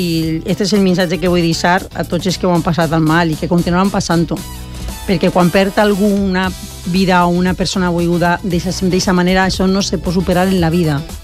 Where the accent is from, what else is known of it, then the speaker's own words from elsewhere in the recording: Benetússer, Valencian Community, Spain; jo soc de Benetússer, con lo qual soc afectada